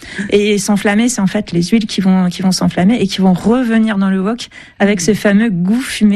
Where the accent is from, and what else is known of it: France